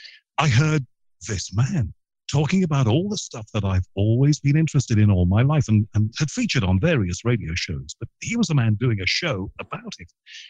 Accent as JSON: {"language": "English", "town": "Liverpool", "region": "North West England", "country": "United Kingdom", "accent": "Liverpool", "said": "In fact, I have to affect a Liverpool accent, whereas it was my Liverpool accent."}